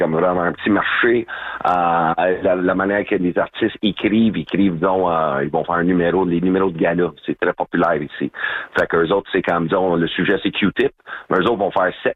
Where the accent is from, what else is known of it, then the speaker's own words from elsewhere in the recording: Edmonton, Alberta, Canada; moved away; also born or lived in Ontario; j'ai commencé en anglais. Je viens d'Edmonton, Alberta.